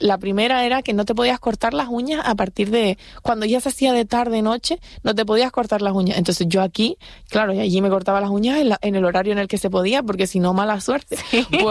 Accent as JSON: {"language": "Spanish", "region": "Canary Islands", "country": "Spain", "said": "Tapi Pulau Saya milik Spanyol, tidak dari África, milik Spanyol. Ada 8 pulau yang milik Spanyol, Pulau Saya dari Kampung Saya, Gran Canaria."}